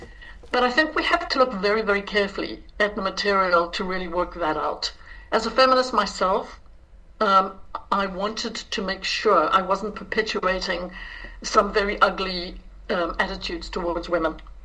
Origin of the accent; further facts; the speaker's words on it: South Africa; I'm South African Irish.